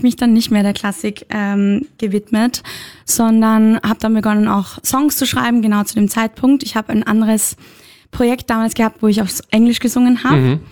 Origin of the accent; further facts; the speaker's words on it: Austria; born there; Ich bin in Österreich geboren.